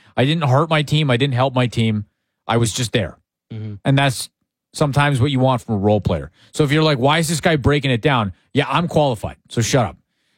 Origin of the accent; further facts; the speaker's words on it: Canada; I love being a Canadian